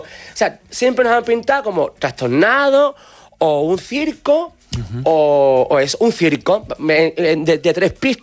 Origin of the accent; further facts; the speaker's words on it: Andalusia, Spain; Yo soy súper ateo, yo el mundo de la Semana Santa no me gusta, siendo andaluz.